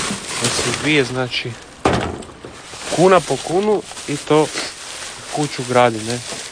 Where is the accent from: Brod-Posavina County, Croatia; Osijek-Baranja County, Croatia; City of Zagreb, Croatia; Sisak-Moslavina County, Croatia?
City of Zagreb, Croatia; Zagreb; born there; Ja sam vam rođen u Zagrebu, otac mi je iz Bosne, iz Kaknja, a majka mi je iz Doboja.